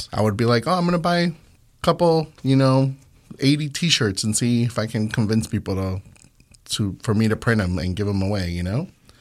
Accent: Loma Dorada, Jalisco, Mexico; now in Chicago, United States; I grew up in Jalisco. I actually grew up in the a little town called Loma Dorada, which is right below Tonalá, which is like kind of the mecca of like clay and tin

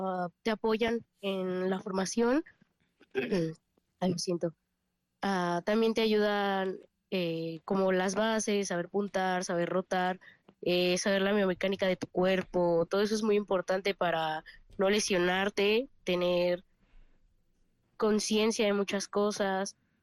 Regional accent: Poza Rica, Veracruz, Mexico

